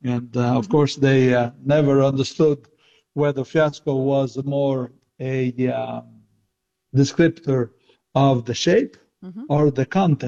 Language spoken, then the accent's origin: English; Tuscany, Italy; And growing up in Tuscany, of course, was a special place to grow up.